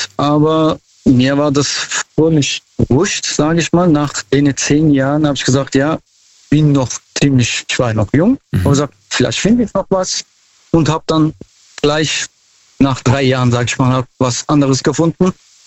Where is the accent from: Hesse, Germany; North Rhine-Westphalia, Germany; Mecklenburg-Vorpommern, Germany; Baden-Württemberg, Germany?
Baden-Württemberg, Germany; Mannheim; Aus Mannheim.